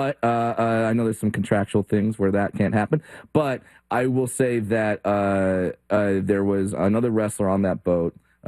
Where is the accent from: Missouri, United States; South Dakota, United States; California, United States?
California, United States; And growing up in Orange County, about a 75% chance of getting that one right.